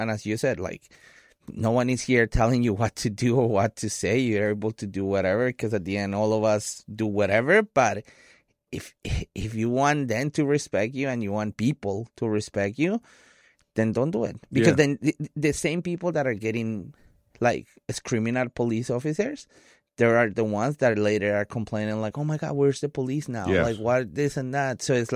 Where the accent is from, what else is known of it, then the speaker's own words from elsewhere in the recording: Colombia; I come from Colombia, and in Colombia we have this issue way more often than here.